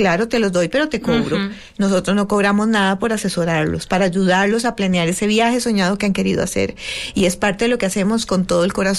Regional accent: Costa Rica; A Europa, como ticos, como costarricenses, no ocupamos

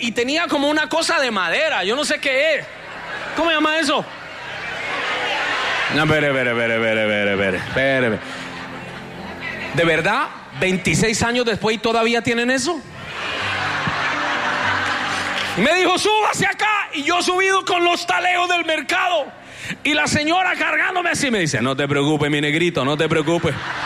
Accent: Bogotá, Colombia; moved away as an adult; now in Houston, United States; Nosotros en Bogotá toda la gente feliz.

